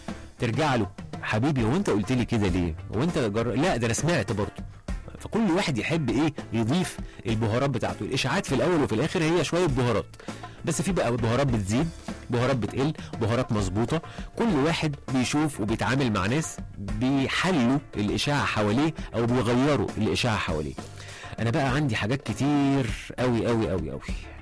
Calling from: Alexandria, Alexandria Governorate, Egypt; من اسكندريه

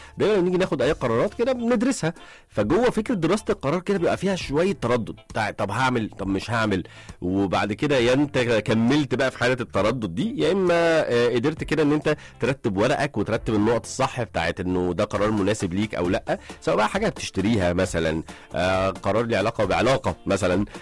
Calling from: Ismailia, Ismailia Governorate, Egypt; صباح الفل عليك … بسمعك من الاسماعيليه

